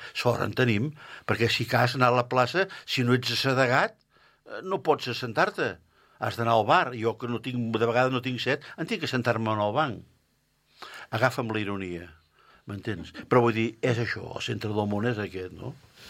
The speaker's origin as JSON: {"language": "Catalan", "region": "Catalonia", "country": "Spain", "said": "jo soc de Can Fidué, tu. Llavors vaig anar a viure al carrer Tomàs Borrell. Ara foto una casa allà davant, tu, allà a Can Prat"}